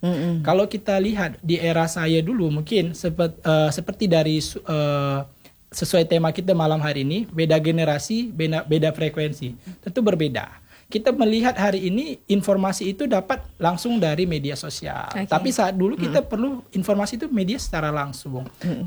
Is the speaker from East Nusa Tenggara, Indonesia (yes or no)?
no; Tanjung Pinang, Riau Islands, Indonesia; moved away as an adult; also born or lived in Yogyakarta; saya putra daerah dari Kota Tanjung Pinang. Yang baru pulang dari perantau habis pendidikan di Kota Jogja.